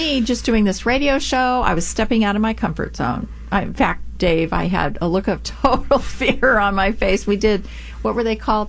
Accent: Upland, United States; I'm still a housewife from Upland, you know, my hometown.

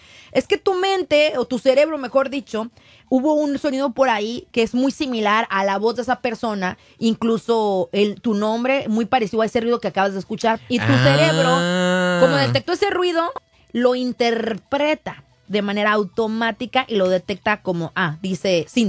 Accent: Spain; Y yo soy española.

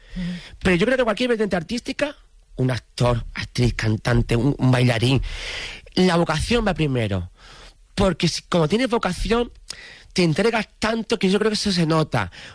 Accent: Jerez de la Frontera, Andalusia, Spain; En mi tierra, Jerez, de pregón, en Cádiz, en San Fernando.

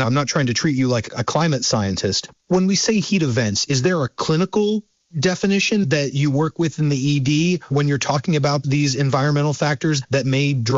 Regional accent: Virginia, United States; You're talking to a Virginia boy.

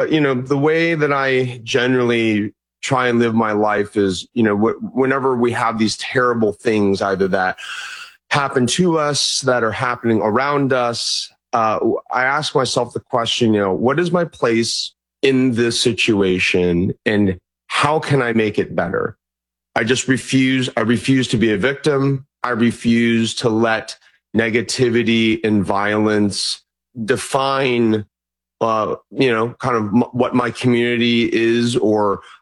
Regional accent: Mission Viejo, California, United States; now in San Francisco, United States; You know, I grew up in Orange County in Mission Viejo. I went to, you know, school in LA now, and then went to grad school in Monterey, and you know, live here in San Francisco. So, you know, I'm a native Californian, born and bred here.

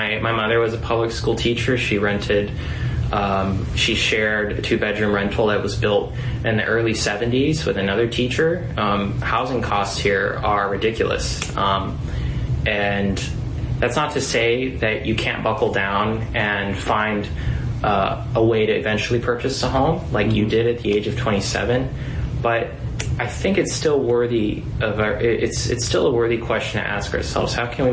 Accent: Hawaii, United States; My background, I was raised in Hawaii, so I know that housing is deeply personal to a lot of people.

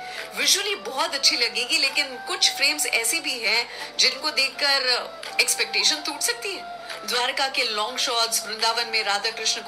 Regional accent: Ahmedabad, Gujarat, India; मैं गुजरात से हूँ, अहमदाबाद से, और यहाँ उठते ही हर इंसान सबसे पहले गुड मॉर्निंग नहीं जय श्री कृष्ण कहता है एक दूसरे को।

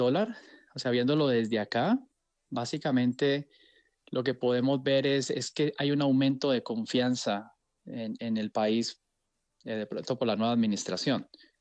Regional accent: Colombia; Como colombianos tenemos que tener acciones, tenemos que acostumbrarnos a esa cultura de prosperar

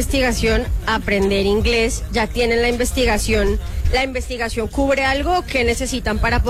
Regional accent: El Retiro, Antioquia, Colombia; We are from el Retiro Colombia.

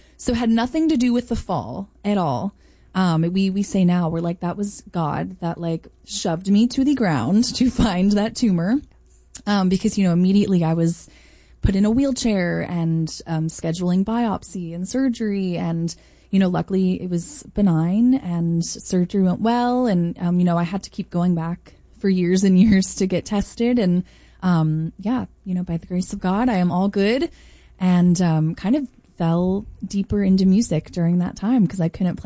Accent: St. Louis, Missouri, United States; I grew up in St. Louis, Missouri.

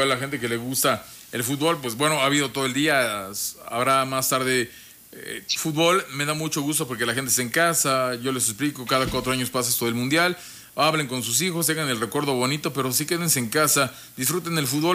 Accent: Michoacán, Mexico; Somos michoacanos, orgullosamente michoacanos

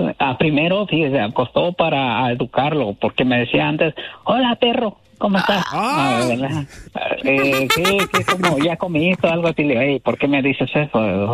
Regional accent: Honduras; Somos las hondureñas, así somos, hablamos

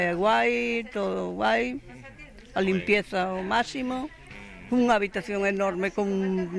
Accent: Noia, Galicia, Spain; Bueno, yo soy de la... para la de Noya.

